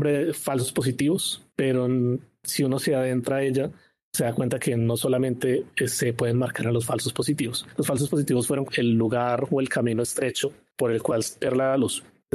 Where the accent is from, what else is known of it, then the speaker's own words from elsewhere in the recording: Colombia; la primera imagen que tenemos en nuestra cabeza como colombianos